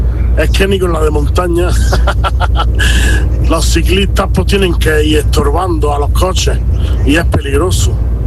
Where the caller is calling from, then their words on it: Andalusia, Spain; entre el aeropuerto de Granada y mi pueblo, Ximenea